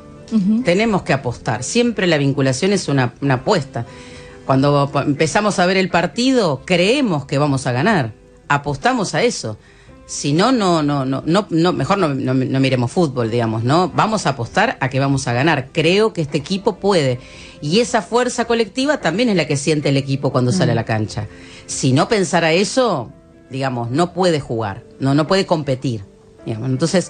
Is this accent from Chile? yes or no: no; Argentina; Soy argentino y pertenezco a esta gente.